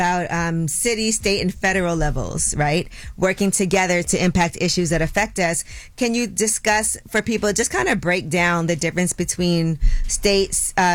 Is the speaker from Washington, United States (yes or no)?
no; New York, United States; you know I'm a New Yorker, according to … definition.